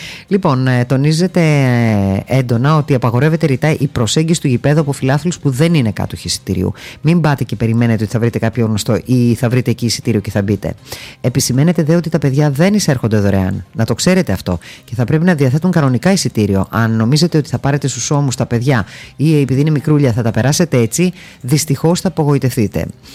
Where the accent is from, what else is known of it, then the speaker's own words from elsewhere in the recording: Thessaloniki, Central Macedonia, Greece; Είμαστε και θερμοί εμείς και ως Έλληνες, αλλά και ως Θεσσαλονικής.